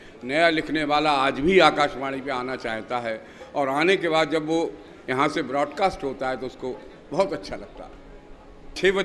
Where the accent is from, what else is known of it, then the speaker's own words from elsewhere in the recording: Budaun, Uttar Pradesh, India; बदायूं कहा जाता है कि सूफियों और शायरों की जगह है और मैं बदायूं से ताल्लुक़ रखता हूँ, जन्मभूमि मेरी बदायूं है